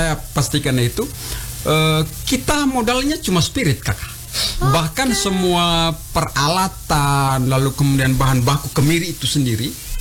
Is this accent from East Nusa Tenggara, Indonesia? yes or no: yes; East Nusa Tenggara, Indonesia; born there